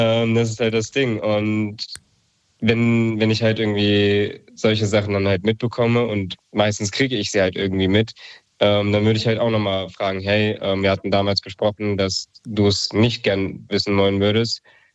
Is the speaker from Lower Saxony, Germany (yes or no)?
no; Marburg, Hesse, Germany; Ich komme aus Marburg.